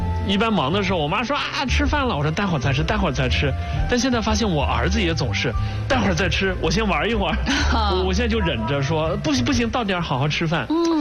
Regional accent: Hunan, China; 我湖南人，爱吃辣的

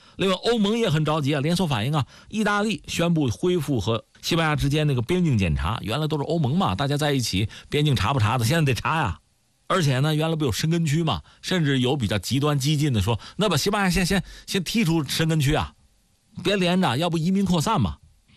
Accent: China; 我们中国人呢有自己一套逻辑

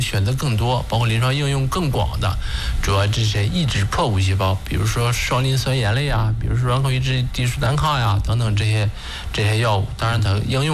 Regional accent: China; 我们就是中国人日常生活中我们到底能摄入多少钙

